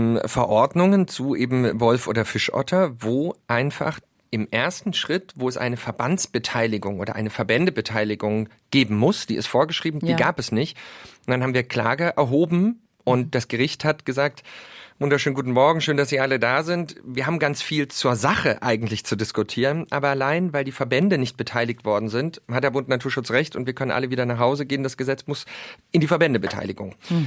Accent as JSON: {"language": "German", "region": "Lusatia", "country": "Germany", "tie": "born or raised there", "said": "Also gerade in meiner Heimat, in der Lausitz, wo die Spree dann in Richtung Berlin fließt, der Spreewald"}